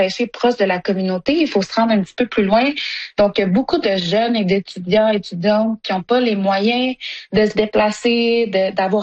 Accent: Sept-Îles, Quebec, Canada; born or raised there; moved away as an adult; now in Iqaluit, Canada

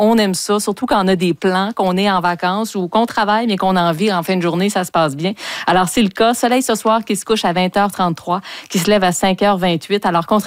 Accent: Trois-Rivières, Quebec, Canada; moi, j'ai grandi à Trois-Rivières.

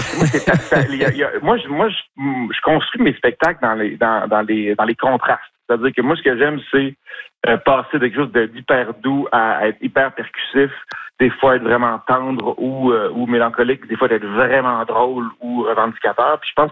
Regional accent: Montreal, Quebec, Canada; born or raised there

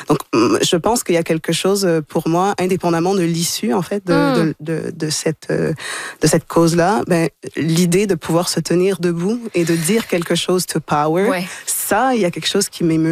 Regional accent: Port-au-Prince, Haiti; born there; Moi, je suis née à Port-au-Prince, j'ai grandi ici.

